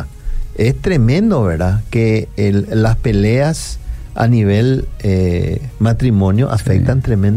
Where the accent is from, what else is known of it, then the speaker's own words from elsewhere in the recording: Cuba; Yo soy cubano, chicos.